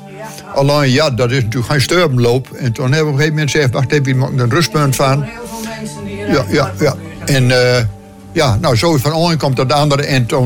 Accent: Friesland, Netherlands; born there; now in Groningen, Netherlands; Ik ben in Friesland geboren trouwens

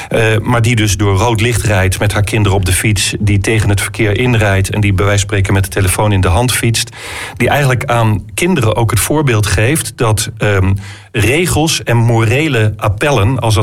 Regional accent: Groningen, Netherlands; ik ben ook Groninger

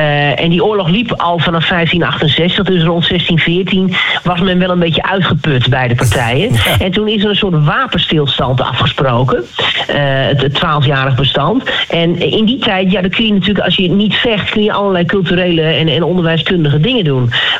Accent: Groningen, Netherlands; wij zijn eigenlijk gewoon Friezen, wij Groningers.

